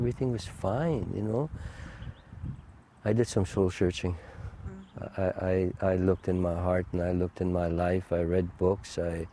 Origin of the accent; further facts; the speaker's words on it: Canada; first language Cree; English is a second language; My first language is Cree. Oh, okay. And then my second language is English.